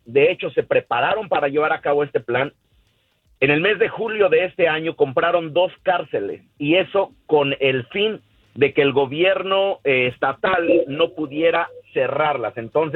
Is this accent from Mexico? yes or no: yes; Mexico; tenemos que cerrar filas como inmigrantes, como hispanos, como mexicanos, como latinos